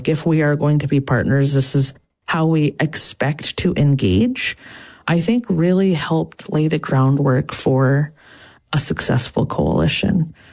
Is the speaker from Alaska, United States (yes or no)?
yes; Clark's Point, Alaska, United States; born or raised there